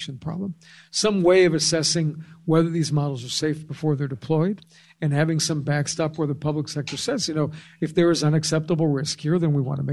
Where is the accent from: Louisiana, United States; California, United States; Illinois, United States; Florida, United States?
California, United States; So in my home state of California in the early 1970s, it was not a happy thing to be driving around L.A.